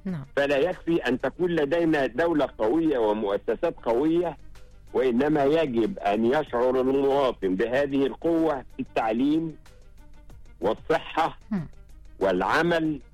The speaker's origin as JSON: {"language": "Arabic", "country": "Egypt"}